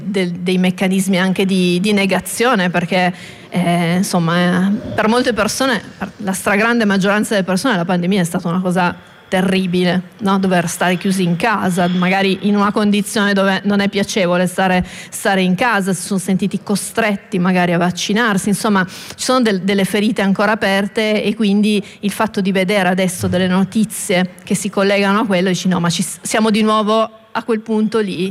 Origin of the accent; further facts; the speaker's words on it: Turin, Piedmont, Italy; Tra l'altro io sono di Torino e Stamina nasce a Torino da Vannoni